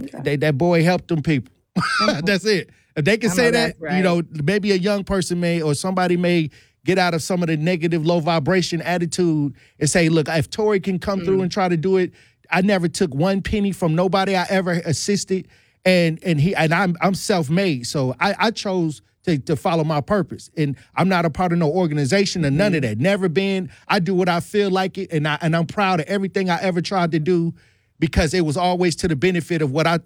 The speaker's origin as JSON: {"language": "English", "town": "Milwaukee", "region": "Wisconsin", "country": "United States", "tie": "born or raised there", "said": "I'm born and raised in Milwaukee. I was born and raised on 2351 North Fifth Street at grandma's house."}